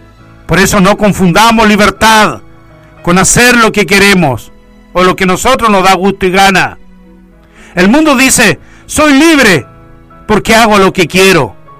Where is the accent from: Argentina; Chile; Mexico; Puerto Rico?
Chile; Y está bien, debemos hacerlo, porque somos chilenos.